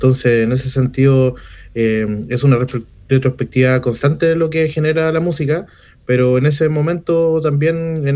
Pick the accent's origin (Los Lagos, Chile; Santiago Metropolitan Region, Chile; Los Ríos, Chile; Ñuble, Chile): Los Ríos, Chile; La Unión; Futrono, Lago Ranco, Río Bueno y La Unión, que es la capital provincial de este espacio. Es mi lugar en donde yo nací, donde obviamente me formé como ciudadano, como persona